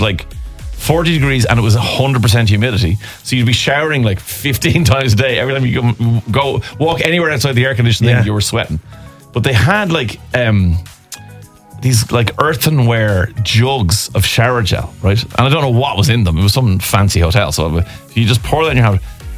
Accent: Dublin, Leinster, Ireland; As a Jackeen living in Dublin, yeah. I spent my summers down in Limeric

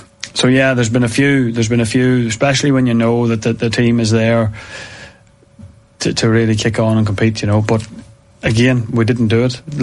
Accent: Monaghan, Ulster, Ireland; Yeah, well, it's as you say, I was born maybe 6 or 7 months before Monaghan won that Ulster Championship in 88.

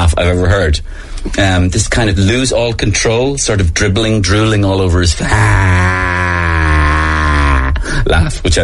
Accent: Waterford, Munster, Ireland; partly because I come from Waterford. And I was brought up in Waterford, and Waterford have had their ups and downs

